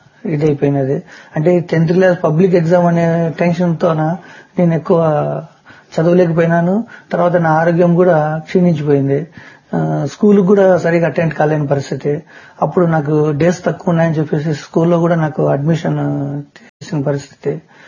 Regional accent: Anantapur, Andhra Pradesh, India

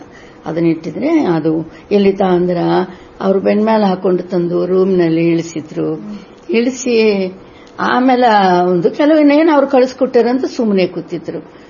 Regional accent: Andhra Pradesh, India; born there; Kannada is a second language; moved away; ನಾನು ಆಂಧ್ರದಲ್ಲಿ ಹುಟ್ಟಿರಕ್ಕೆ ನಾನು ಕನ್ನಡ ಬರ್ತಿದ್ದಿಲ್ಲ

